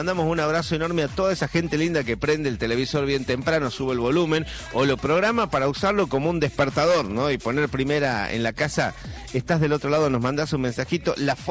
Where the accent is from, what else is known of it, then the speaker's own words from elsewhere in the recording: northern Argentina, Argentina; Uy, esta mamá tiene una repartija, como decimos, ay, en el norte, de chicos por todos lados.